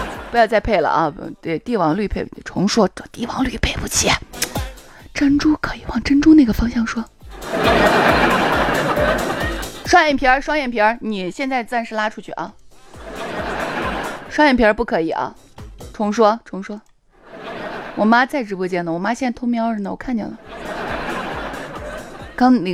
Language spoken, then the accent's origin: Chinese; Shaanxi, China; accent: Shaanxi dialect; 我们陕西话就这样